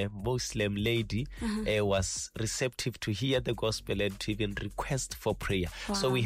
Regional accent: Botswana; So we are from Botswana and we are all about evangelism and discipleship.

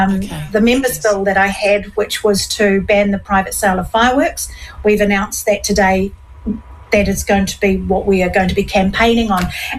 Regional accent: New Zealand; It's part of being a Kiwi

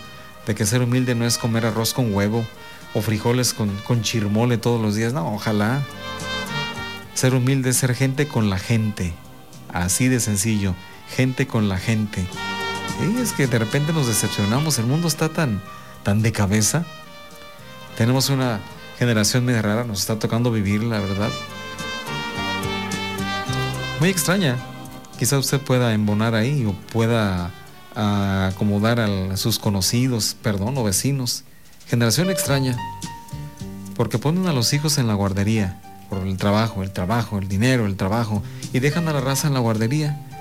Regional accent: Mexico; somos mexicanos

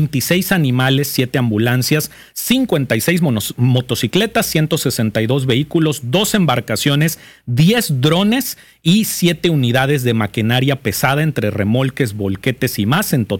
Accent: Mexico; aunque todos los días somos mexicanos

